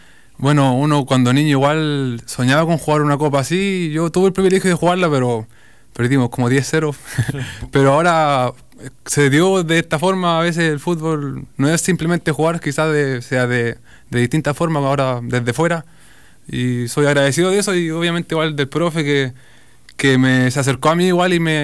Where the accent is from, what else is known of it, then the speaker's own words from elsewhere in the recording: Lota, Biobío, Chile; Yo de la población 21 de mayo, Vengo del Club 21 de Mayo.